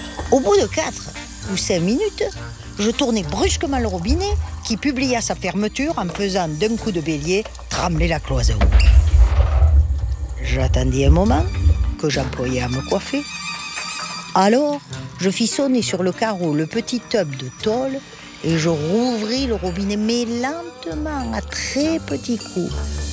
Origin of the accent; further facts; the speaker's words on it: Marseille, Provence-Alpes-Côte d'Azur, France; born there; Il a vécu toute son enfance à Marseille, dans un quartier proche de celui de ma naissance.